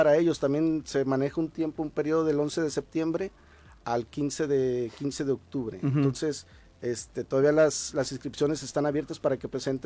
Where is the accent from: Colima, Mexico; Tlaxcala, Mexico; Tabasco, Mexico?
Colima, Mexico; Yo así lo hacía en mi niñez, yo vivía en el Diezmo